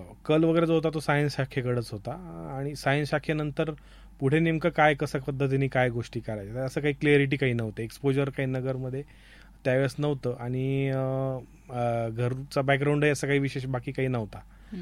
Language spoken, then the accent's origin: Marathi; Ahmednagar, Maharashtra, India; moved away as an adult; नंतर मग आर्किटेक्चर वगैरे साठी मला बाहेरच्या शहरांमध्ये जावं लागलं, परंतु सगळी जडणघडण वगैरे जी काय आहे ती नगर शहरातच झाली.